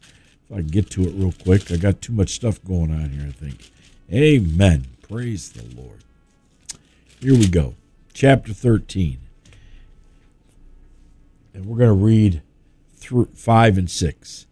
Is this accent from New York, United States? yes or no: yes; New York, United States; I can't help where I was brought up. I was brought up in Central New York.